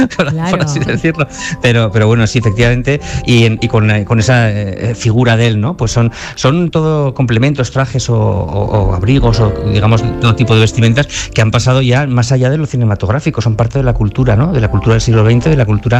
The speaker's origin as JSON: {"language": "Spanish", "town": "Burgos", "region": "Castile and León", "country": "Spain", "said": "yo si tú sabes que yo soy de Burgos, yo nací en Burgos"}